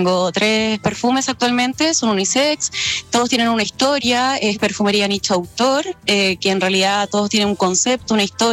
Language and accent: Spanish; Temuco, Araucanía, Chile; como acabas de decir. Soy nacida y criada en Temuco.